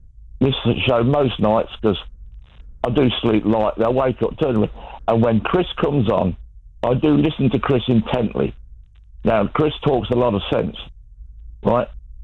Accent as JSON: {"language": "English", "town": "Peterborough", "region": "East of England", "country": "United Kingdom", "said": "I'm from Peterborough, Joel."}